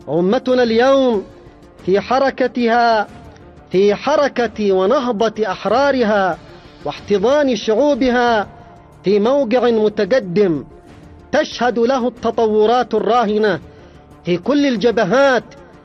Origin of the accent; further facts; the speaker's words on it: Yemen; وفي بلدنا اليمن